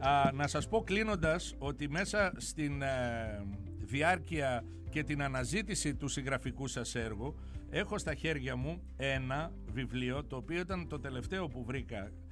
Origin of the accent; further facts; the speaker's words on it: Eastern Macedonia and Thrace, Greece; now in Xanthi, Greece; Και μικρή πηγαίναμε έστω με τα ποδήλατα και τα λοιπά μέχρι την Αδριανή, ναι, τη Χωριστή. Δεν φτάναμε στο Δοξάτο.